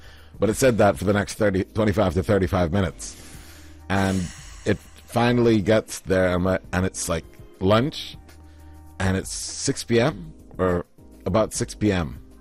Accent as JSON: {"language": "English", "country": "Oman", "said": "Well, I'm Omani on both sides."}